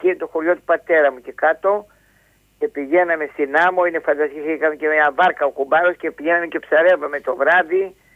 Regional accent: Karystos, Central Greece, Greece; Κάριστο, Ευβοίας.

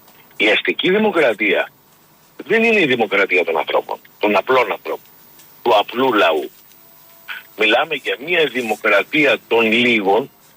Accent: Piraeus, Attica, Greece; Εγώ επειδή είμαι Πειραιώτης

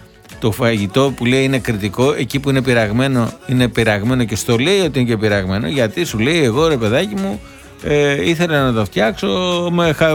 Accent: Corfu, Ionian Islands, Greece; Είμαι από Κέρκυρα και φέτος το Πάσχα ήμουν στην Κέρκυρα.

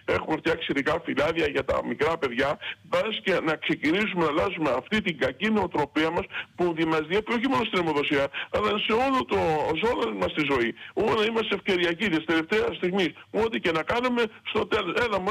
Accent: Greece

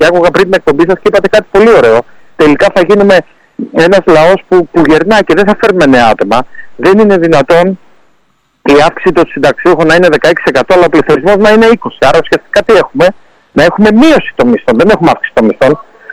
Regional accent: Peloponnese, Greece; Η καταγωγή μου είναι από την Αρκαδία, από την Πισαρέα.

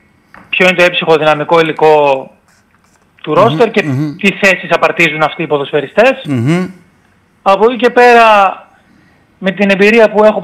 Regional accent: Giannitsa, Central Macedonia, Greece; moved away; ήμουν από τα Γεννητσά, τον νόμο Πέλλας.

